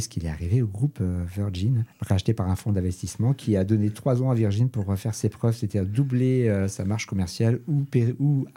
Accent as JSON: {"language": "French", "town": "Paris", "region": "Île-de-France", "country": "France", "also_born_or_lived": "Toulouse", "moved": "yes", "lives_now": "Saint-Sulpice, France", "said": "j'ai été libraire à Paris. Et je suis parisien d'origine."}